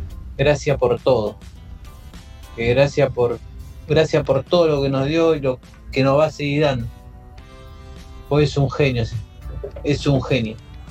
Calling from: Tristán Suárez, Buenos Aires Province, Argentina; de acá de Tristán Suárez

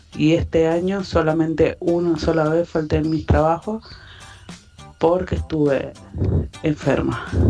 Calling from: San Juan, Argentina; de San Juan.

